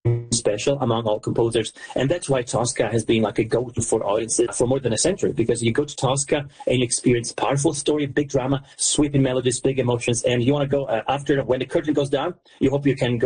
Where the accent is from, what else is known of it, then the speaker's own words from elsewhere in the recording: Lucca, Tuscany, Italy; Yes, Puccini was born in my hometown, or actually, I was born in his city.